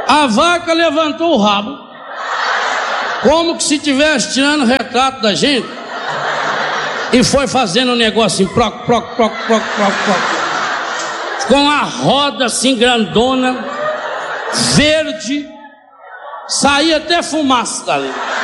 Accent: Brazil; born there; E foi mostrando o Biguá, aonde eu nasci.

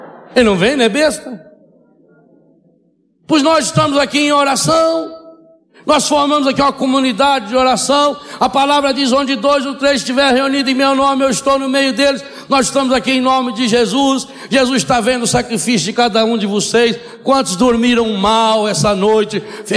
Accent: Minas Gerais, Brazil; Eu sou mineiro

